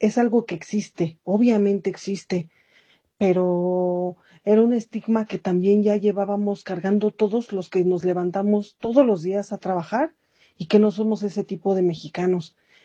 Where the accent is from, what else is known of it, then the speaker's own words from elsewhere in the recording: Mexico; nos deja mal parados y, aparte de todo, pues, una mala imagen como mexicanos.